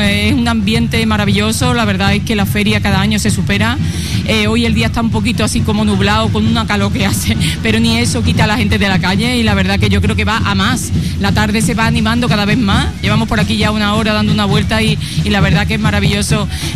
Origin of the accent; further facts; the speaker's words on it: Spain; moved away; Yo soy de Alaní, yo me siento